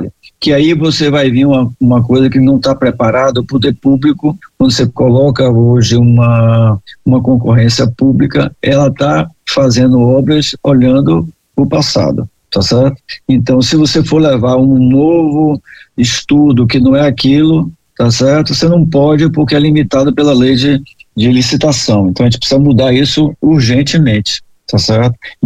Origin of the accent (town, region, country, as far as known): Bahia, Brazil